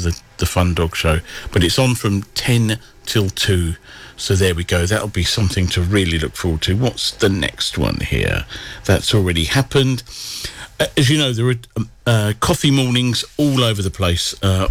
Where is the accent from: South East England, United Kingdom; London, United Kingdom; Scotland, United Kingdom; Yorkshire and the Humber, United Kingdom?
South East England, United Kingdom; Kent; moved away; Although I've lived up here an awful long time, coming up for 30 years, I originally am from Kent. I guess no great surprise in my accent.